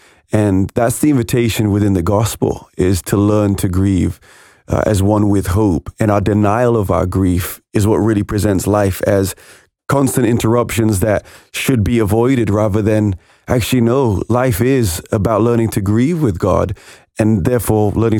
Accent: England, United Kingdom; as an Englishman

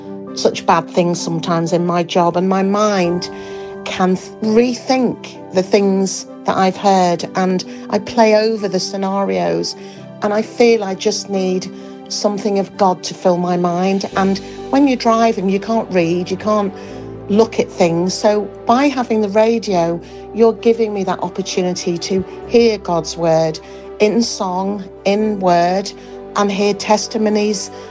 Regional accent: Leeds, Yorkshire and the Humber, United Kingdom; from Leeds.

